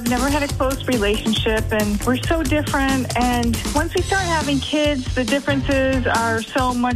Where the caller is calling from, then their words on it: Oregon, United States; I'm from Oregon.